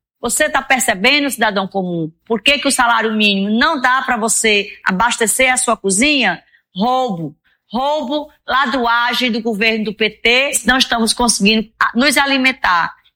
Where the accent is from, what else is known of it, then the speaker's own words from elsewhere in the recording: Piauí, Brazil; sou candidata a deputado federal contra a corrupção e contra ladrão. Sou lá de Vaz Grande, cidade pequena, do Vale do Sambito.